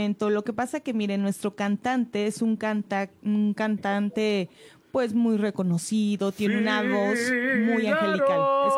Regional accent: Morelia, Michoacán, Mexico; Mire, lo que pasa es que nosotros somos de aquí, de Morelia.

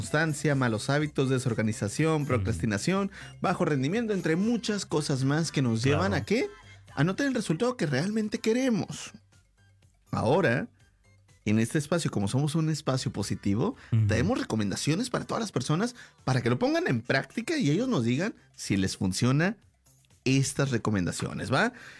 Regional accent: Mexico; como buen latino, como buen mexicano

